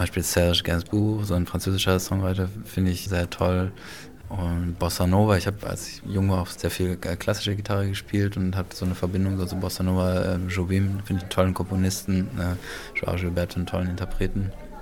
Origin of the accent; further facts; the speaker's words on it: North Rhine-Westphalia, Germany; now in Berlin, Germany; Nee, ich bin in NRW aufgewachsen, bin jetzt aber schon mehr als 10 Jahre in Berlin. So langsam werde ich Berliner.